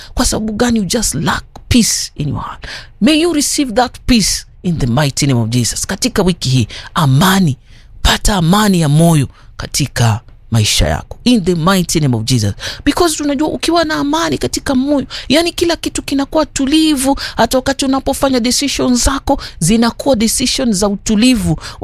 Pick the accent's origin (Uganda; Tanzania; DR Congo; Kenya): Kenya; Tana River County; kule upokomoni tunasema yani unabauka bauka